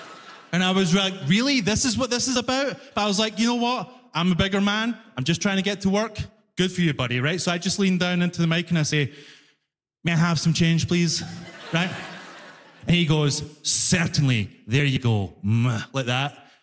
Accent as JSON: {"language": "English", "town": "Glasgow", "region": "Scotland", "country": "United Kingdom", "said": "Because that's the thing, I'm from Glasgow, right? If you don't know, Glasgow is a knife crime capital of Europe. Every single Glaswegian person is a psychopath, including me. You do not want to mess with Scottish people, you know?"}